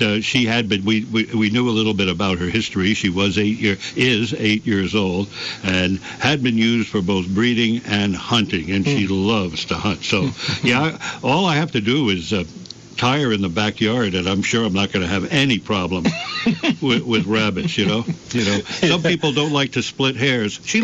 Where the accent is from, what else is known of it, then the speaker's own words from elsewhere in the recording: New York City, New York, United States; I'm from the Bronx